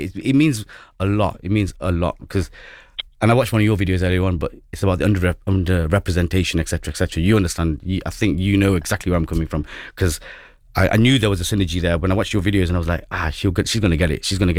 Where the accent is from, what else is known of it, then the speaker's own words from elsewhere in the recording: United Kingdom; I'm a British Asian rapper